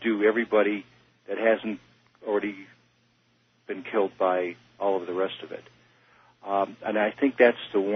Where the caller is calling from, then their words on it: Livonia, Michigan, United States; calling from Livonia, Michigan.